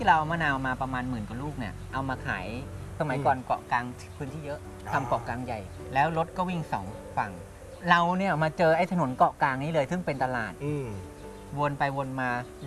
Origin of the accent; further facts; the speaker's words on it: Lopburi, Thailand; ต้องบอกก่อนว่าทีเราเนี่ยไม่ใช่คนในพื้นที่จังหวัดสระบุรีผมเป็นคนลพบุรี